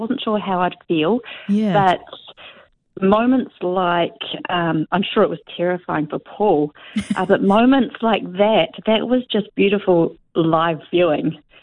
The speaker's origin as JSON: {"language": "English", "town": "Rahotu", "region": "Taranaki", "country": "New Zealand", "said": "I'm from Rahutu in coastal Taranaki. So you've got six very, very small-town New Zealanders"}